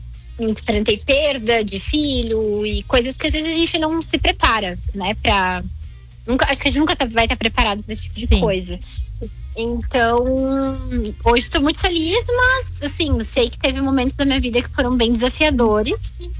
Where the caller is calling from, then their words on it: Itajaí, Santa Catarina, Brazil; eu falo de Itajaí.